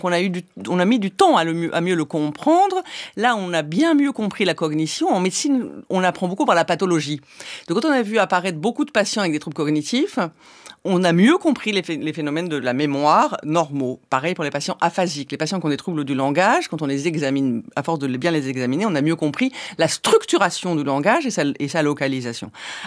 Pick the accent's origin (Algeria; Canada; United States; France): Algeria; Alors, j'ai grandi en Algérie, effectivement, après l'indépendance de l'Algérie, dans une période intermédiaire. J'y suis arrivée à l'âge de 3 ans.